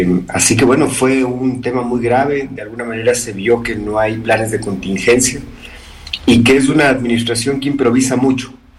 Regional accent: Quito, Pichincha, Ecuador

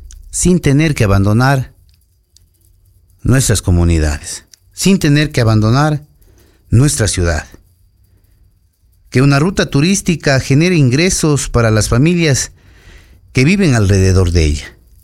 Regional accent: Cañar, Ecuador; nosotros que somos de aquí

